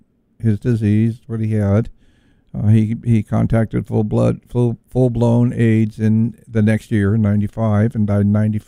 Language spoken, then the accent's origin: English; California, United States; and you know, that's sad and it sucks because that I'm from California, but it's probably true too.